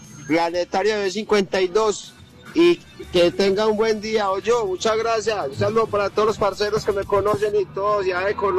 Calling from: Medellín, Antioquia, Colombia; desde el Amarillo, acá en el Poblado

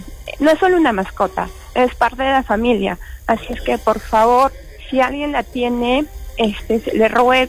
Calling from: Arequipa, Peru; Yo soy de José Luis Bustamante

